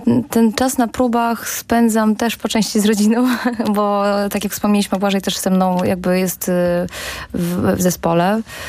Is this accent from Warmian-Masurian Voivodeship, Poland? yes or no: yes; Warmian-Masurian Voivodeship, Poland; Ja mieszkałam, właśnie pochodzę z małego miasta, z Podolsztyna. Wiesz, najbliższa szkoła muzyczna była właśnie w Olsztynie